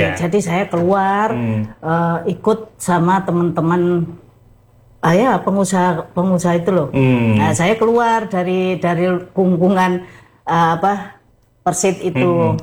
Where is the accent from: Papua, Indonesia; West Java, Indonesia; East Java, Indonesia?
East Java, Indonesia; Malang; moved away as an adult; now in Semarang, Indonesia; Waktu itu saya memang orang Malang ya. Nah, karena suami kerjanya di Semarang, akhirnya saya dijerah ke Semarang.